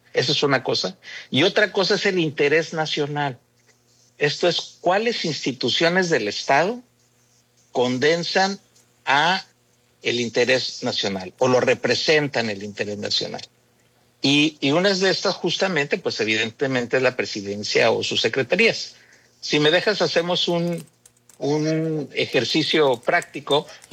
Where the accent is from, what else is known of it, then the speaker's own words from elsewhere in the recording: Mexico; born there; porque son tan mexicanos como quienes nacimos acá